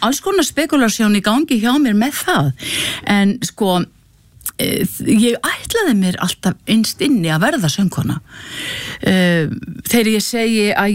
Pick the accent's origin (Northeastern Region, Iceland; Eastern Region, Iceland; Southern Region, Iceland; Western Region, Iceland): Southern Region, Iceland; Hvolsvöllur; Ég að mestu leiti alinn upp á Hvolsvelli. Ég fædd á Rauðalæk í Holtum, svo flýst ég í Djúpadal, svo flýst ég á Hvolsvell